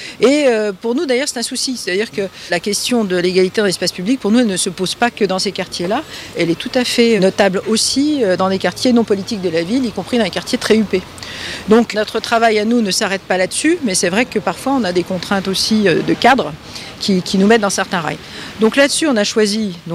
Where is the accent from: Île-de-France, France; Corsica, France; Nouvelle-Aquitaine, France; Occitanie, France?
Île-de-France, France; Paris; je suis parisienne